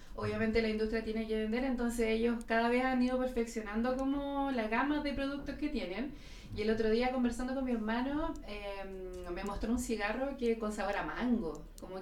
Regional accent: Temuco, Araucanía, Chile; yo soy de Temuco

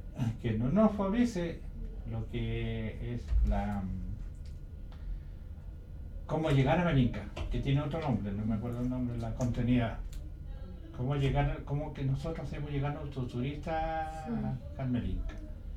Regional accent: Dominican Republic; yo creo que de a poco nosotros como dominicanos

